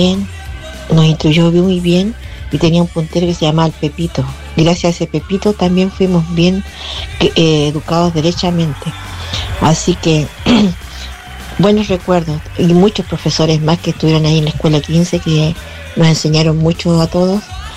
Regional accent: Quillota, Valparaíso, Chile; Mire, yo soy de Quillota y estudié en la escuela 15 de San Isidro, que está al lado de la escuela de caballería.

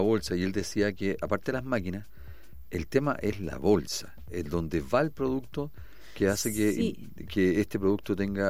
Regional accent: Chile

